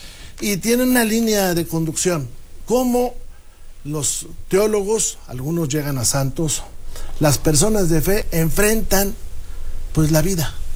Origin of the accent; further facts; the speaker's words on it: Coahuila, Mexico; En mi tierra hubo algunos, pocos, en el sur, en Parras y en Saltillo.